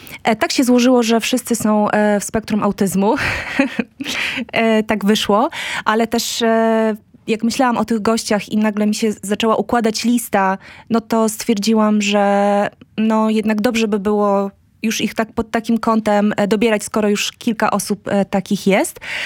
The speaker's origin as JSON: {"language": "Polish", "town": "Mława", "region": "Masovian Voivodeship", "country": "Poland", "moved": "yes", "lives_now": "Gdańsk, Poland", "said": "Ja generalnie pochodzę z małego miasta, już od dawna nie mieszkam, natomiast jakby moi rodzice dalej zostali w Mławie."}